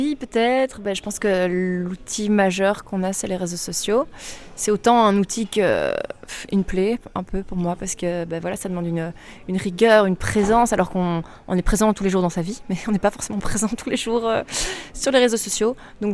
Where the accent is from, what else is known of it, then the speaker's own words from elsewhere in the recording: Brussels, Brussels-Capital Region, Belgium; also born or lived in Dinant; Je suis bruxelloise